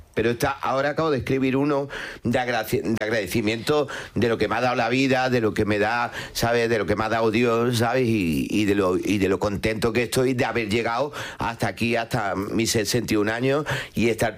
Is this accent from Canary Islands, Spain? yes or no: no; Granada, Andalusia, Spain; Granada, de mi tierra